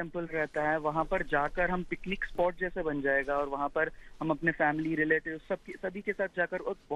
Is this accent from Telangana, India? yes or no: yes; Hyderabad, Telangana, India; जी हाँ जी, मैं हैदराबाद से हूँ।